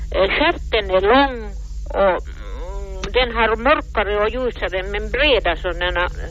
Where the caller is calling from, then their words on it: Sipoo, Uusimaa, Finland; Jag är från Sibborg, Skräddarby.